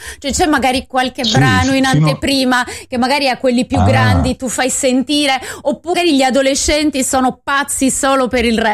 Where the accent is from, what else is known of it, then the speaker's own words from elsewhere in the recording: Sardinia, Italy; io da buona sarda prendo sole un'ora e divento scura.